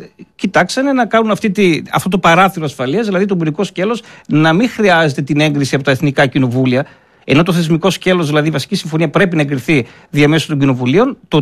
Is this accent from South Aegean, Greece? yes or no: no; Delta, Central Macedonia, Greece; Είπαμε, είμαστε από τον Δήμο Δέλτα.